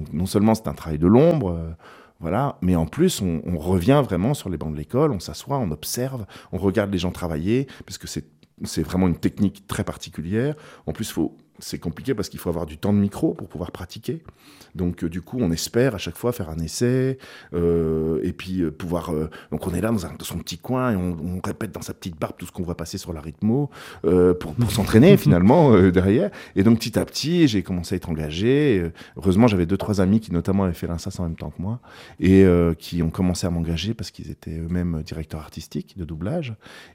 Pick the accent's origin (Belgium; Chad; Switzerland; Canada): Switzerland; now in France; j'ai travaillé 2 ans en Suisse, parce que je suis suisse, donc du coup, j'ai la possibilité de travailler là-bas. J'ai à plusieurs reprises dans ma vie travaillé en Suisse